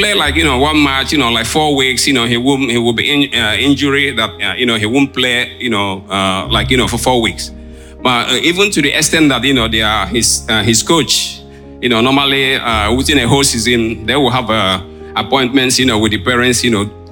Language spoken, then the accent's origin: English; Nigeria; now in Netherlands; I'm a Nigerian, but you know, we live, you know, here in Holland.